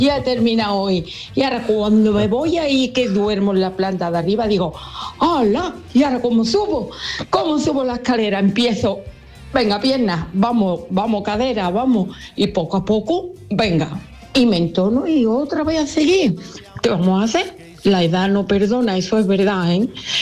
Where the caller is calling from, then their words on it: Dos Hermanas, Andalusia, Spain; de Dos Hermanas. Os digo, voy a cumplir para noviembre 66 años.